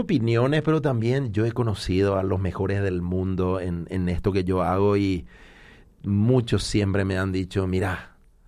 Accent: Paraguay; la gente me decía, ¿y de dónde sos? Y yo soy de Paraguay.

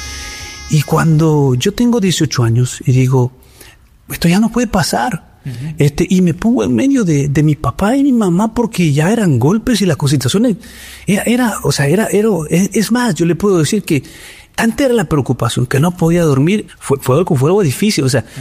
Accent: El Salvador; born there; Yo nací en El Salvador, en una familia muy, muy fuerte, vamos a decir.

